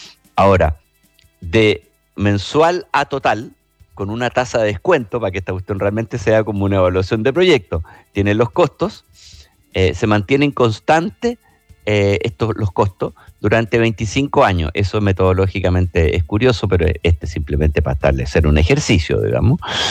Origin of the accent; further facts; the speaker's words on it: Chile; si los chilenos no estamos teniendo niños, alguien los tiene que tener